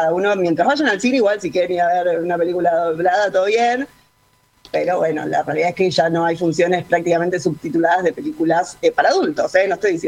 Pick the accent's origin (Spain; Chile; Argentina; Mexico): Argentina; acá yo creo que un poco nos toca como argentinos